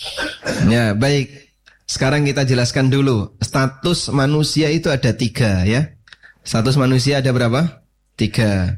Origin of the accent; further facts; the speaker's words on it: Lamongan, East Java, Indonesia; now in Sleman, Indonesia; kalau saya, Pak, asli Lamongan, tinggal di Sleman, KTP Klaten.